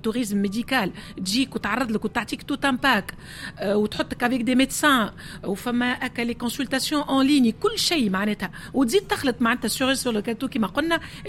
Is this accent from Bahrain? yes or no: no; Tunisia